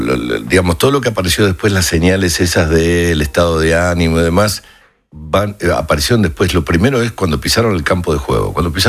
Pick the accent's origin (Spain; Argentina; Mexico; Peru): Argentina; Bien, bien, como somos los argentinos